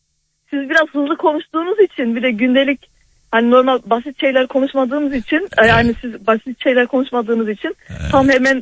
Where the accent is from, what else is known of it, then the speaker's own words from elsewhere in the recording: Tilburg, North Brabant, Netherlands; Evet, burada doğdum büyüdüm.